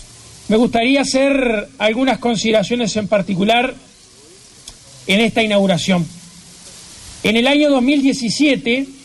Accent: Colonia, Uruguay; todos los que conocemos y somos de Colonia

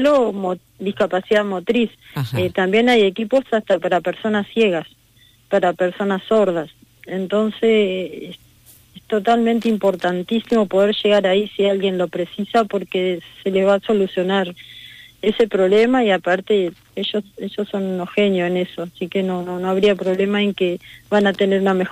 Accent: Montevideo, Uruguay; moved away as an adult; now in Colonia del Sacramento, Uruguay; yo hace 6 años que estoy en Colonia. Soy de Montevideo.

